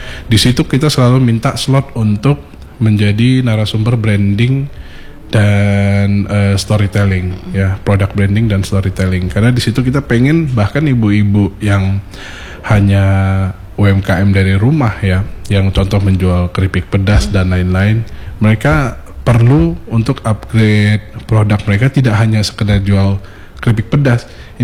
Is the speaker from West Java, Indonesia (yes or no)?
no; Batam, Riau Islands, Indonesia; saya lahir besar di Batam